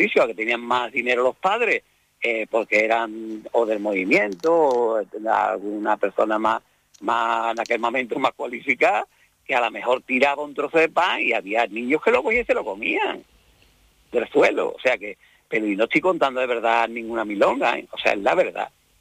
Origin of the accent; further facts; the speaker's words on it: Andalusia, Spain; yo me acuerdo en mi pueblo está separado de Sevilla, unos 8 o 9 kilómetros, yo me acuerdo que en mi pueblo no había, en aquellos tiempos